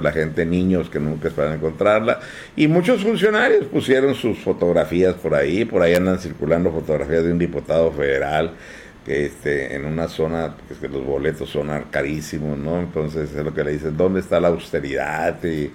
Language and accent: Spanish; Mexico; pero pues somos mexicanos, sentimos orgullosos de lo que hacen nuestros jugadores